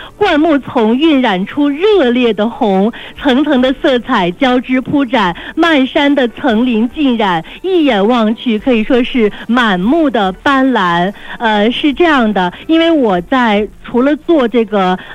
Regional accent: Hulunbuir, Inner Mongolia, China

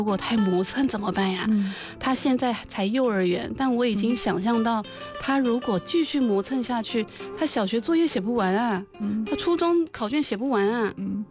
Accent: Hefei, Anhui, China; 像我们合肥不也有方言

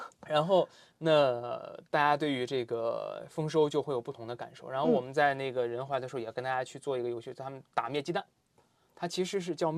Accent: Shanxi, China; 在我的老家山西，就是高粱面，就磨面。

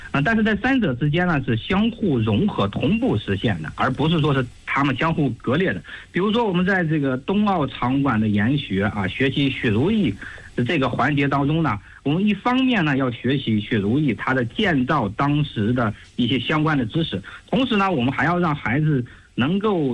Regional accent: Zhangjiakou, Hebei, China; 我们张家口

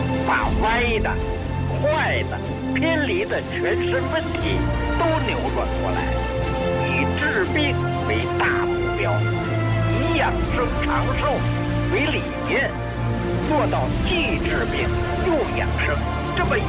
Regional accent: China

